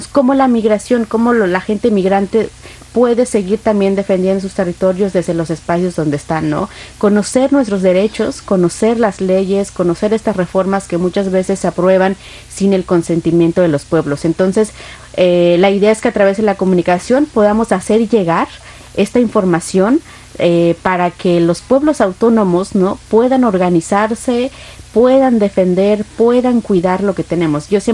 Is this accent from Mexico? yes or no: yes; Mexico; creo que es la primera presidenta mujer que tenemos en México.